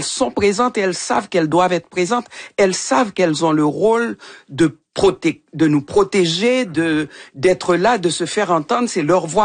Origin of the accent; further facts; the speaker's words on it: Haiti; moved away; Ça fait longtemps que j'ai quitté Haïti.